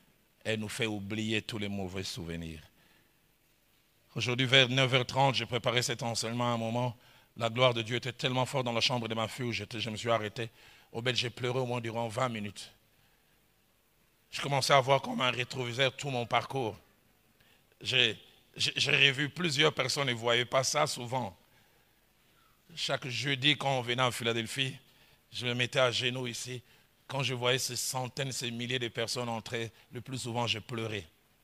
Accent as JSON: {"language": "French", "town": "Lausanne", "region": "Vaud", "country": "Switzerland", "tie": "born or raised there", "said": "Obed, j'ai grandi à Lausanne. Je connaissais tous les raccourcis de Lausanne, au centre hippique, Institut Kilimani, pour arriver à l'Athénée."}